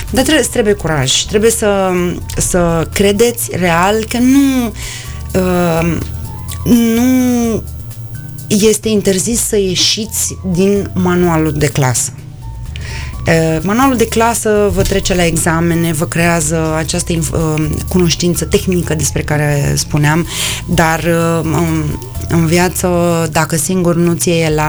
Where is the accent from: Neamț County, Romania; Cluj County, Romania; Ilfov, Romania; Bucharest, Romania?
Bucharest, Romania; now in Moldova; eu sunt din România, sunt din București. Sincer, și eu, când aveam 20 de ani, era anul 2000